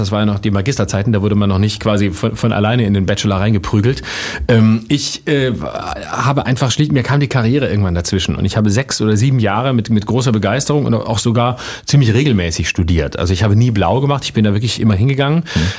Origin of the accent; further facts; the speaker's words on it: Lörrach, Baden-Württemberg, Germany; Da habe ich bei der offenen Bühne in Lörrach an der Grenze zu Basel, wo ich herkomme, mitgemacht.